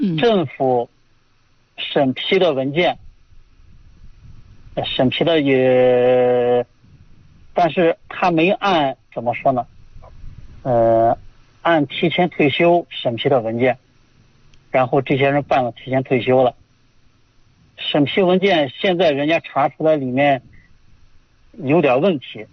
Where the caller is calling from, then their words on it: Shanxi, China; 我山西这边的。